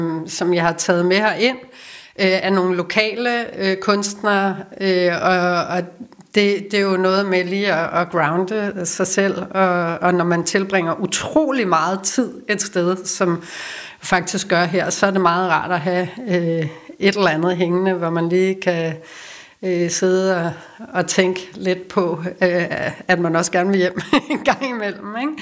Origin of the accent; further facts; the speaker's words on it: Stevns, Zealand, Denmark; Så det er jo for ligesom at huske på, hvor jeg er fra